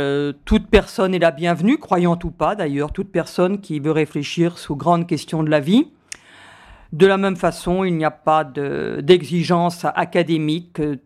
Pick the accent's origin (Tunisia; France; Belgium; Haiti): France; Je suis française